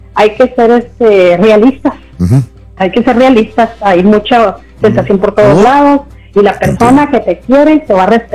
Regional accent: Coahuila, Mexico; Es que soy del norte, soy de Coahuila.

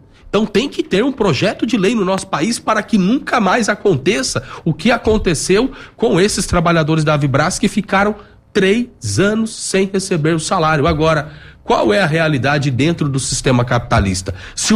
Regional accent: Brazil

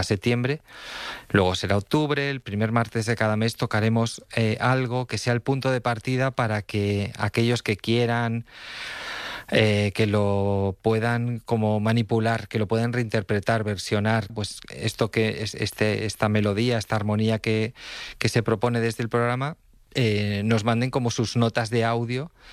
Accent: Villacarriedo, Cantabria, Spain; Luego he estado en las fiestas de mi pueblo, en Villacarrido, también hace una semana.

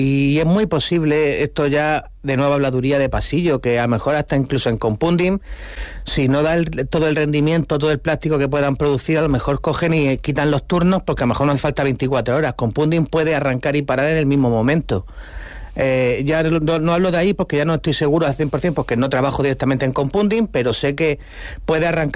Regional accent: Cartagena, Region of Murcia, Spain; Soy de Cartagena, nací aquí, tengo toda la vida viviendo aquí.

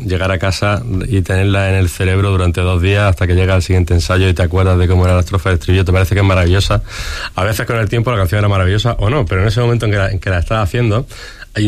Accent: Granada, Andalusia, Spain; porque seamos granadinos o porque hay que ver cómo somos los granadinos

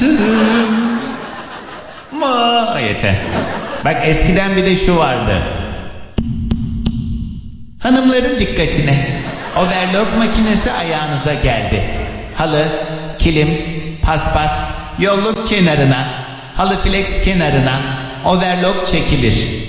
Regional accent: Küçükçekmece, Istanbul, Turkey; born there; Ben de böyle 4 yaşıma kadar falan Küçükçekmece'deydim. Orada doğdum.

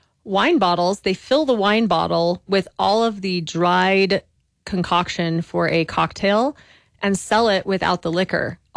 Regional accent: Belen, New Mexico, United States; because I'm from Belen.

